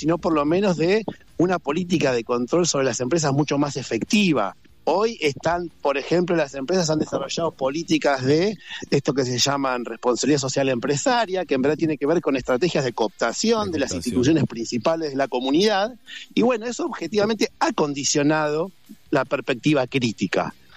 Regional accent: Bahía Blanca, Buenos Aires Province, Argentina; born there; Yo nací en Bahía Blanca y para ir al mar tengo que irme acá 1 hora o a Pehuenco o a Montehermoso, a pesar de que vivo a 20 cuadras del mar.

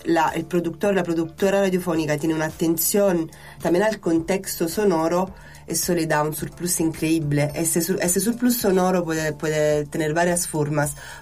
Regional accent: Naples, Campania, Italy; moved away as an adult; also born or lived in Madrid; now in Brussels, Belgium; Soy tana de orígenes, soy napolitana para ser exacta, pero son ya como más de 10 años que ya no vivo en Italia. Uh-huh. Actualmente vivo en Bruselas

